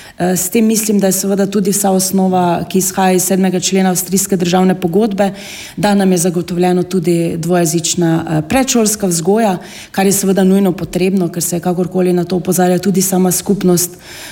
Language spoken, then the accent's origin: Slovenian; Styria, Slovenia; ker sem Štajerka.